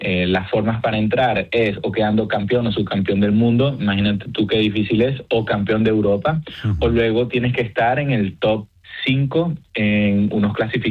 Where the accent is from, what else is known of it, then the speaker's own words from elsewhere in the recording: Caracas, Capital District, Venezuela; born there; Vale, bueno, primero quisiera aclarar que aunque soy, o sea, que nací en Caracas, soy españ